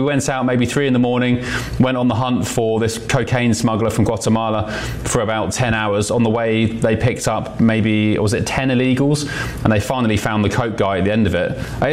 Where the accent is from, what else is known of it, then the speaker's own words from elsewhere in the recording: United Kingdom; It's not my nation, I'm British, but that was the kind of the vibe I got.